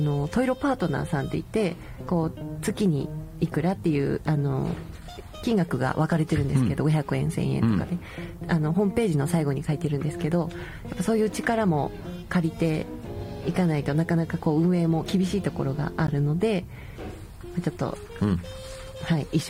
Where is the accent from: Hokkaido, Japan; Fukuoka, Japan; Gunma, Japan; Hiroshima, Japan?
Hokkaido, Japan; moved away; 自分の地元の北海道